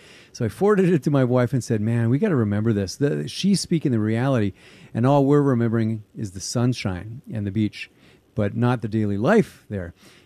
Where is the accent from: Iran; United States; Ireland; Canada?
Canada; Edmonton, Alberta; moved away as an adult; also born or lived in Caribbean; I'm from here. I was born in Edmonton and raised in Alberta. But I lived 20 years in the Caribbean, and so I got used to that culture and the weather and so on and so forth. And then you move back